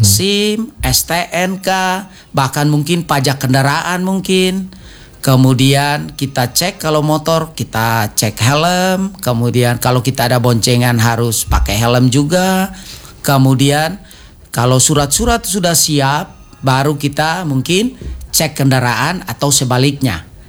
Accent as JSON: {"language": "Indonesian", "town": "Kupang", "region": "East Nusa Tenggara", "country": "Indonesia", "said": "kita orang Kupang"}